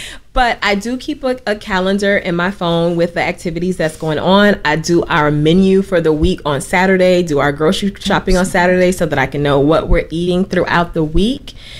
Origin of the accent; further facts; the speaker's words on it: Brunswick, Georgia, United States; born there; also born or lived in New Jersey / Florida; I was born in Brunswick, Georgia. I'm a military child, so I have lived a little bit of everywhere. I finished high school in New Jersey.